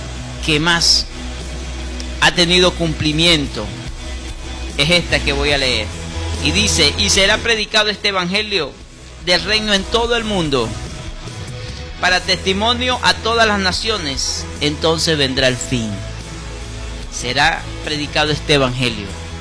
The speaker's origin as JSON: {"language": "Spanish", "country": "Venezuela", "said": "Nosotros como venezolanos"}